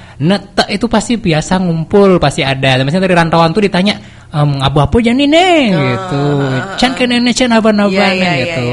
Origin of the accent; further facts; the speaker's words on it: Buleleng, Bali, Indonesia; sebagai orang Buleleng yang pulang kampung tiap hari raya, itu gak terlalu menekankan untuk adatnya, untuk persembahannya